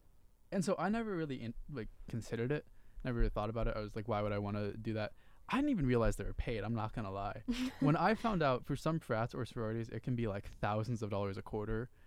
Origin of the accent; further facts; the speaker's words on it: Santa Barbara, California, United States; moved away; I'm from Santa Barbara.